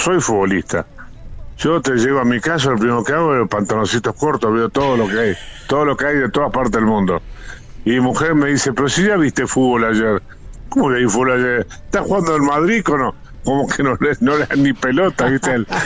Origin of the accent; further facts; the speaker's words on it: Uruguay; soy uruguayo. Uruguay es un país pequeño